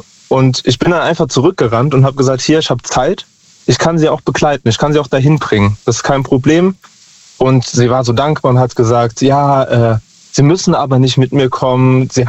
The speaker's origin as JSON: {"language": "German", "town": "Lahnstein", "region": "Rhineland-Palatinate", "country": "Germany", "said": "Aus Lahnstein."}